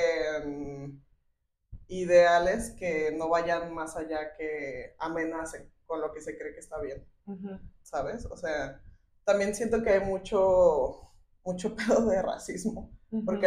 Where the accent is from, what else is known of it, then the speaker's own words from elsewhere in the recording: Lagos de Moreno, Jalisco, Mexico; No, yo nací y crecí en Lagos de Moreno, en los Altos de Jalisco.